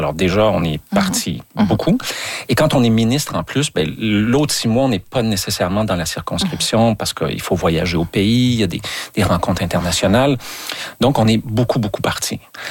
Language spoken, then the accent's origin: French; La Tuque, Quebec, Canada; Moi, je viens de Latuc. Alors, l'offre culturelle au début des années 80 à Latuc, c'était limité.